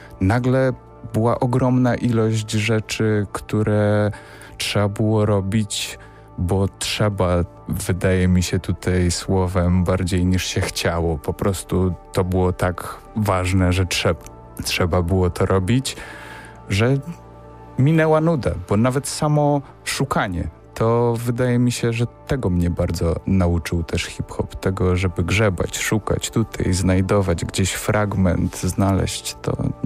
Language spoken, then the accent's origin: Polish; Warsaw, Masovian Voivodeship, Poland; born there